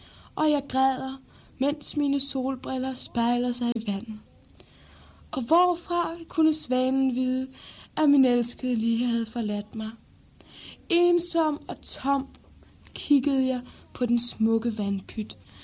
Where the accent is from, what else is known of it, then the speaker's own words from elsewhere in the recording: Zealand, Denmark; Jeg er opvokset ude på landet, sammen med min far og mor og mine tre søskende. Ja, det var oppe midt i Sjælland.